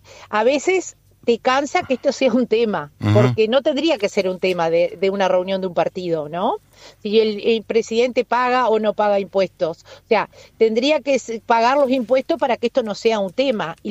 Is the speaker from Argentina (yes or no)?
no; Uruguay; como uruguaya te diría que nos genera una profunda tristeza porque nuestro país siempre se caracterizó a lo largo de los años por buenos gobiernos